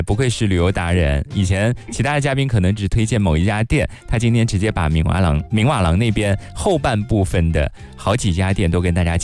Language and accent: Chinese; Yangzhou, Jiangsu, China; 我作为扬州人，扬州一老鹅一般都是这个盐水鹅特别的多，